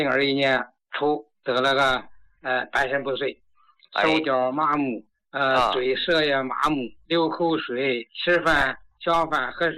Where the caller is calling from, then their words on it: Tianjin, China; 张老师，我是天津的听众，今年73了，高血压有21年了